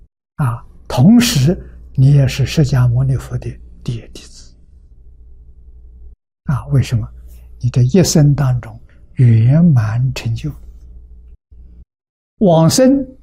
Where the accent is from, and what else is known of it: China